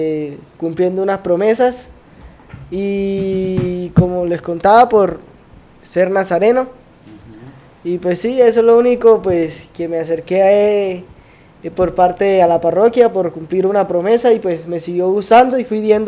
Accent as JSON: {"language": "Spanish", "town": "El Tarra", "region": "Norte de Santander", "country": "Colombia", "tie": "born or raised there", "said": "natal del Tarra, de una vereda"}